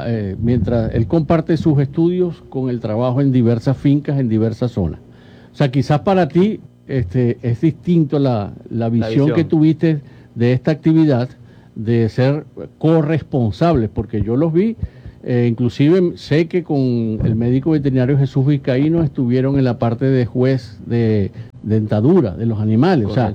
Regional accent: Venezuela; Eso para nosotros como venezolanos.

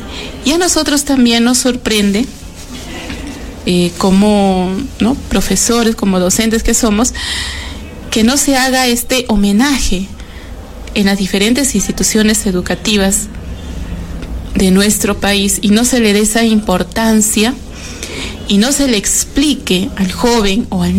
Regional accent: Peru

